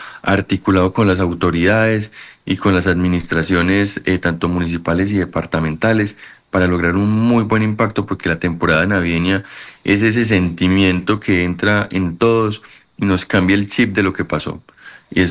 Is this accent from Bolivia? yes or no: no; Pereira, Risaralda, Colombia; nosotros como pereiranos y como colombianos también